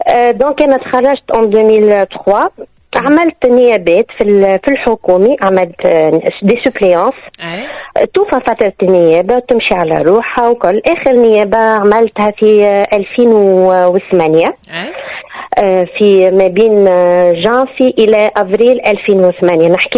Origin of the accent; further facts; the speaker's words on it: Tunisia; نحن ولاد تونس ونقعدوا ديما نحبوها تونس مهما يصير فينا.